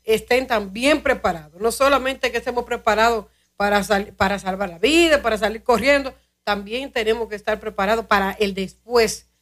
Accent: Dominican Republic

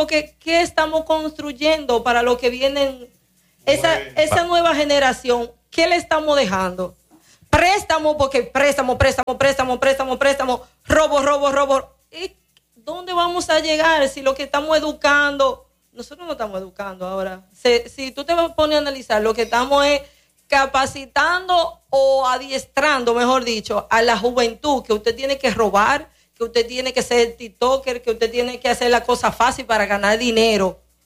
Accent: Dominican Republic; somos dominicanos

